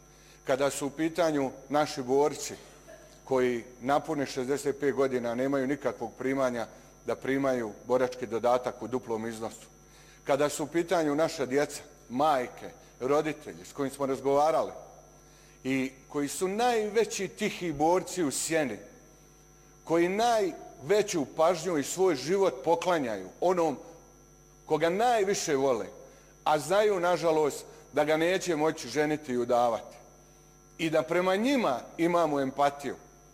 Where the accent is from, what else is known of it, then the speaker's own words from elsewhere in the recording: Šamac, Republika Srpska, Bosnia & Herzegovina; Ja sam iz Šamca.